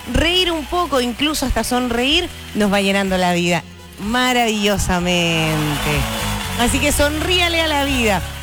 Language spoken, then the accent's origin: Spanish; southern Chile, Chile; accent: cantadito (southern); ahí viene mi sobrina del Sure. Y me molestan porque me dicen que yo hablo cantadito.